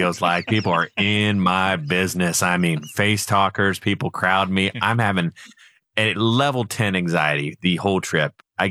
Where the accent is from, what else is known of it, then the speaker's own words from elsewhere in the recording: Columbus, Ohio, United States; because I grew up around Columbus.